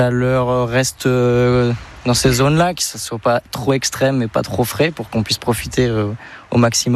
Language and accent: French; Normandy, France; Je suis du coin, ouais. Ouais, j'ai grandi, bah, pas à Barfleur même, mais à proximité, donc j'ai toujours connu Barfleur.